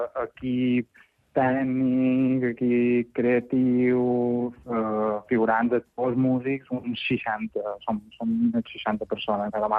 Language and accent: Catalan; Alcúdia, Balearic Islands, Spain; Sí, ja som d'Alcúdia, sí.